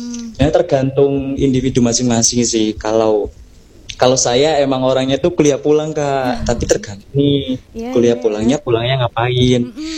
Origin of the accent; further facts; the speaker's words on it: Lamongan, East Java, Indonesia; Terus asal saya itu dari Kecamatan Laren, Lamongan.